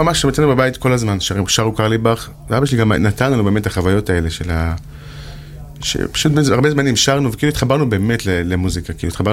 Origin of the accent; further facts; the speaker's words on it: Jerusalem, Jerusalem District, Israel; בהר נוף, בירושלים.